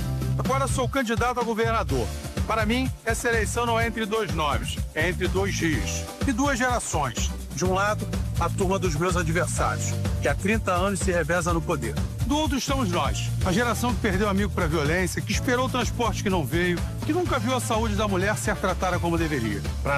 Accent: São Gonçalo, Rio de Janeiro, Brazil; Tenho 37 anos. Sou filho do Rio que não sai na novela. Cresci em São Gonçalo quando a rua ainda era das famílias.

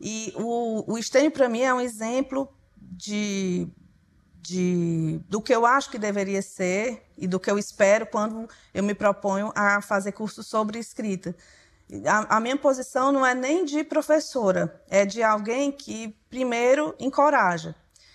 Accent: Brazil; para nós brasileiros

